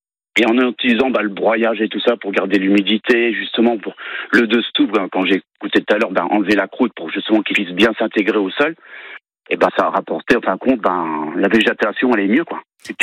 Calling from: Brittany, France; Ille-et-Vilaine, Châtillon-Rondelet.

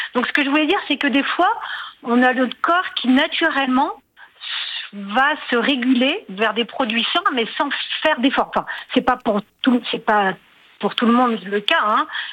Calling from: France; Alors, moi, j'habite à Madrid. Je suis française

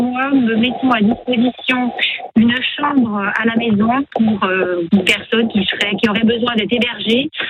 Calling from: Mérignac, Nouvelle-Aquitaine, France; je suis sur Mérignac Centre.

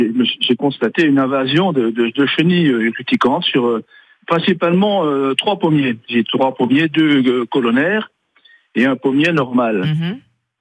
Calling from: Toul, Grand Est, France; j'habite à Toul

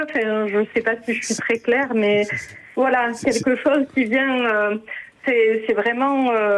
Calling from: Lespignan, Occitanie, France; J'habite à l'Espignan entre Béziers et Narbonne.

